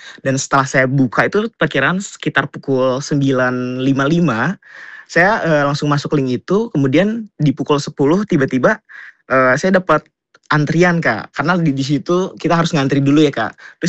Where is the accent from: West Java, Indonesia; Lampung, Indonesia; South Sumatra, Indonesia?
West Java, Indonesia; Cianjur; now in Jakarta, Indonesia; Itu adalah pangsi yang saya bawa sendiri dari Cianjur, Jawa Barat. Kebetulan saya memang stay di Jakarta ya, Kak. Cuman dikirim dari orang tua, dari Cianjur, spesial.